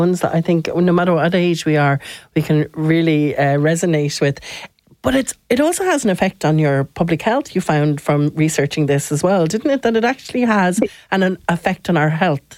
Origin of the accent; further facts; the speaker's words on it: Ireland; we're good at that as Irish people.